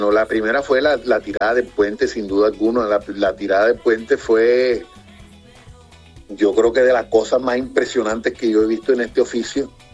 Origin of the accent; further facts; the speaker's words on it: Córdoba, Colombia; siempre muy orgulloso de representar a mi tierra, de estar recorriendo nuevos caminos siempre en la actuación, creciendo y de llevar la batuta de no solo el departamento de Córdoba, sino de la región Caribe en general.